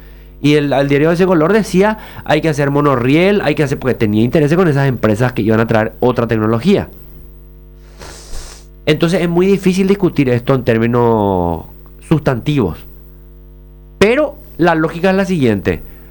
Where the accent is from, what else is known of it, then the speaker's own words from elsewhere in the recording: Paraguay; Yo, como ciudadano paraguayo